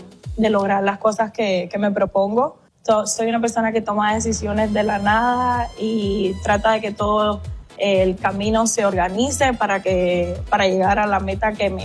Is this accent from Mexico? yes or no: no; Cuba; now in United States; Mi edad es 31 años y soy cubana. Y aquí en Estados Unidos soy mesera.